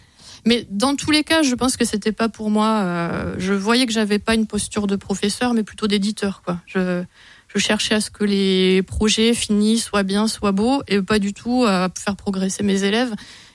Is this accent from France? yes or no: yes; Toulouse, Occitanie, France; moved away; Pas du tout, je suis toulousaine.